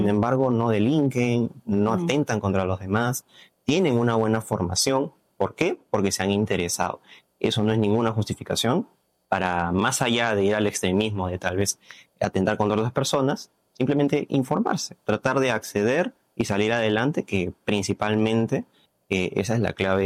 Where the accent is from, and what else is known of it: Peru